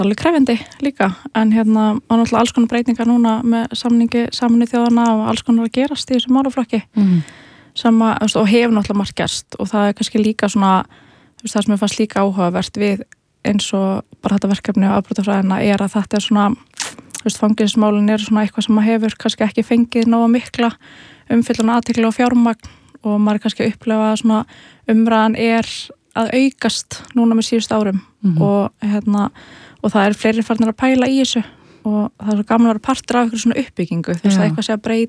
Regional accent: Reykjavík, Capital Region, Iceland; Herra, ég ólst upp í Breiðholti og var í Hólabrekkskóla og flutti hana í hérna, Gaggó í Fossvoginn

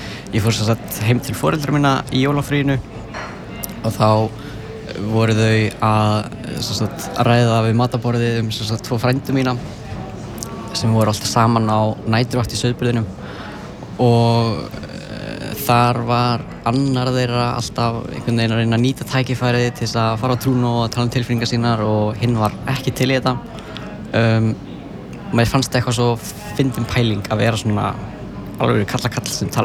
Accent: Northwestern Region, Iceland; now in Akureyri, Iceland; Nei, ég er frá Vatnsnesi, rétt hjá Hvammstanga. Þannig að ég flutti hingað fyrst á Akureyri þegar ég var að byrja í Vaffema.

